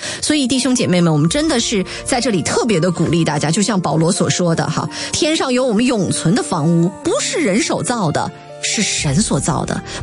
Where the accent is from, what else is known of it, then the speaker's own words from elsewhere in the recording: Xinjiang, China; 塔克拉玛干沙漠，我的家乡